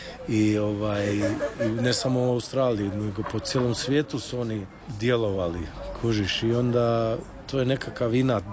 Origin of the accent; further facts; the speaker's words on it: Croatia; pita nas odakle ste, kažemo iz Hrvatske